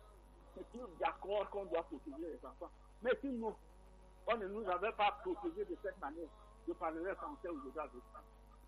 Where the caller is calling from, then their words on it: Cameroon; Sommes Africains, nous sommes Camerounais.